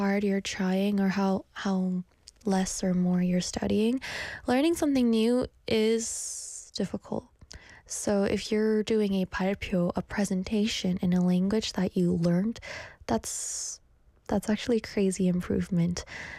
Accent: Canada; first language Korean; English is a second language; I grew up in Canada. I remember when I was young, I didn't want to speak English. So my first language is Korean, and I didn't want to speak English

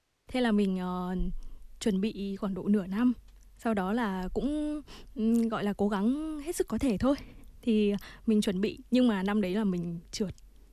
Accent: Haiphong, Vietnam; moved away as an adult; also born or lived in Busan, South Korea; mình sinh ra lớn lên ở Hải Phòng thì cũng là thành phố cảng

